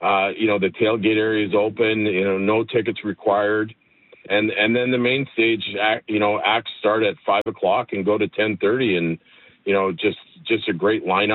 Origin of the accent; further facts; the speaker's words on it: Canada; we celebrate being Canadian and we live in a great country.